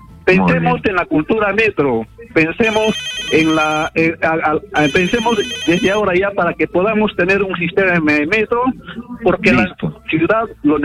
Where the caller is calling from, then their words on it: Arequipa, Peru; de la Secretaría de Equipa del Distrito de Cerro Colorado.